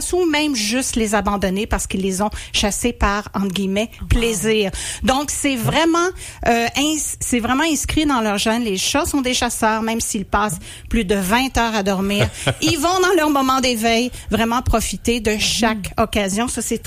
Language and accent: French; Quebec, Canada